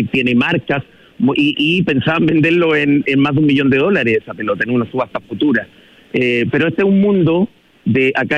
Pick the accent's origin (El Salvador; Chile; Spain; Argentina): Chile; Y bueno, y yo le digo, soy chileno, y en fin, y él me contesta, y sé que me quieren, hay que ver.